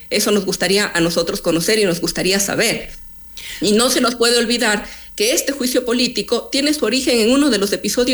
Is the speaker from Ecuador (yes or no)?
yes; Ecuador; a nosotros como ecuatorianos nos gustaría saber